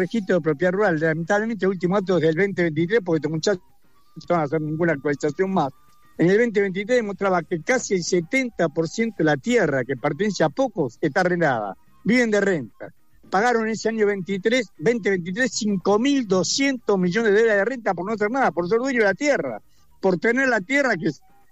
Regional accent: Tucumán, Argentina; Soy negro, tucumano.

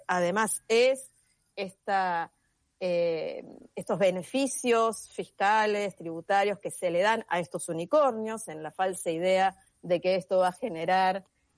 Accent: Argentina

